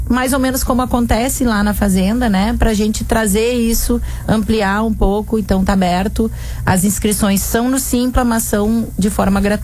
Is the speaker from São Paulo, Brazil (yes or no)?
no; Montenegro, Rio Grande do Sul, Brazil; born there; E Montenegro, que é de fato, cá entre nós, a minha terra natal, né?